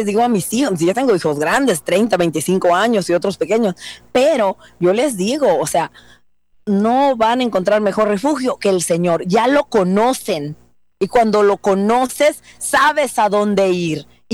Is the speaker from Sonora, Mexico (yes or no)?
no; Juchitán, Guerrero, Mexico; De Guerrero, de México, del sur.